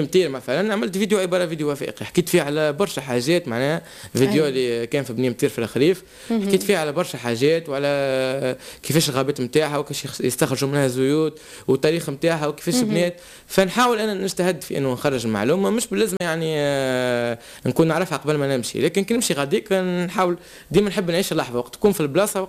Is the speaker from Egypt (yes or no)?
no; Tunisia; احنا التوانسه معناها انا والجروب نتاعي